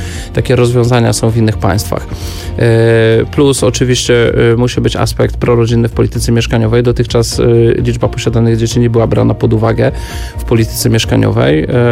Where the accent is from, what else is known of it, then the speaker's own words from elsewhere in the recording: Lubusz–Lower Silesia border, Poland; wychowywałem się na pograniczu lubusko-dolnym śląskim